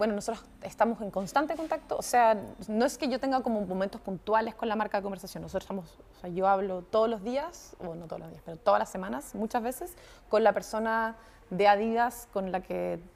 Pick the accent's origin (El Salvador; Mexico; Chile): Chile; Santiago, Santiago Metropolitan Region; la gran comparación que tengo es con Santiago de Chile, que es donde más voy, de donde vengo, cuando voy a ver a mi familia